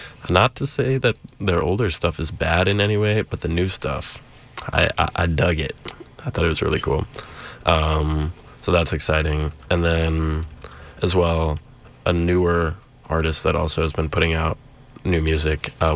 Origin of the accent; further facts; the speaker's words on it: South Dakota, United States; And I said I was from South Dakota.